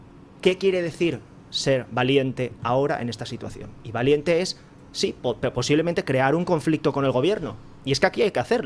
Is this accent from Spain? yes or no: yes; Spain; lo que le pedimos en realidad los españoles, sin yo querer arrogarme ser su portavoz, pero sí como español